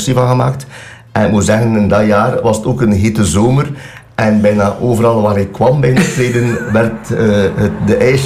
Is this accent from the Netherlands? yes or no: no; Roeselare, Flanders, Belgium; moved away as an adult; also born or lived in Wetteren / Herzele; now in Zottegem, Belgium; ik ben eigenlijk afkomstig uit Roeselare, West-Vlaanderen. Mof jongens, toch. 25 jaar terug ben ik in Wetteren verzeild geraakt. Via Wetteren richting Herzelen voor de liefde